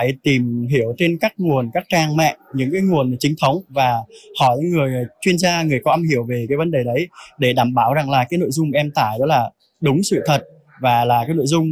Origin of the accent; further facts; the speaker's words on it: Đắk Lắk, Vietnam; hiện tại thì em đang sinh sống ở xã Erong, Đắk Lắk. … là biệt danh ấy.